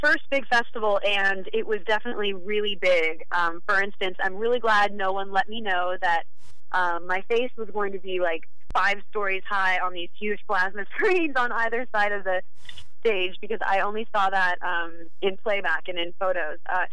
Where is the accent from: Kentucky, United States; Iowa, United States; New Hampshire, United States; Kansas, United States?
Kansas, United States; Wichita; Yeah, I'm from Wichita, Kansas.